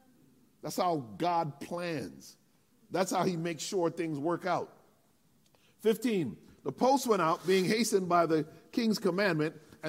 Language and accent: English; Connecticut, United States; Like I did growing up in Connecticut.